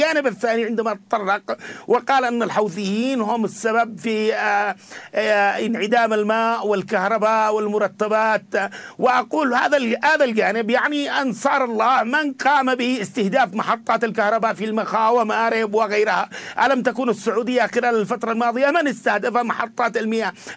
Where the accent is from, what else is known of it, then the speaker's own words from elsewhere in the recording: Yemen; نحن من حقنا كيمنيين أن نقرر مصيرنا.